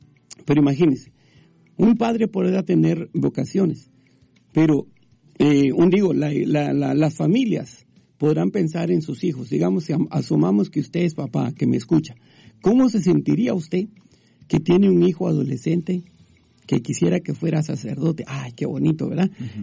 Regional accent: Guatemala; now in United States; de donde yo vivo, donde yo crecí, en Guatemala

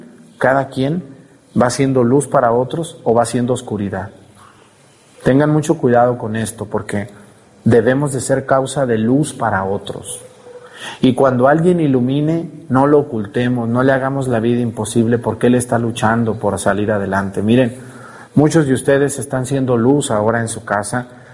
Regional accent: Mexico; ¿qué hacemos los mexicanos?

